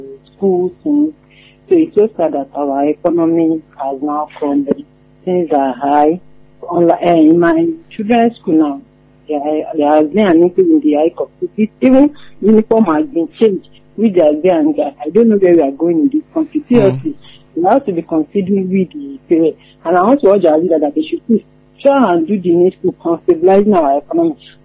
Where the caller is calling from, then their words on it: Nigeria; from Muslim.